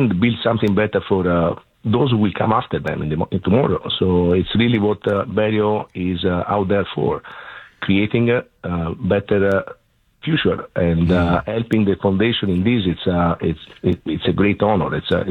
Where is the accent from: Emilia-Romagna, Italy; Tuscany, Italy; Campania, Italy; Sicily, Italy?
Tuscany, Italy; Florence; moved away as an adult; now in United States; Yeah, I'm originally from Florence. Personally, I'm from Florence, born and raised Firenze